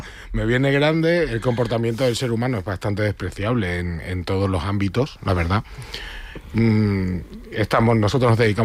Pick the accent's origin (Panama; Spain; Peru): Spain; Acebo, Extremadura; yo soy de pueblo, yo soy de la sierra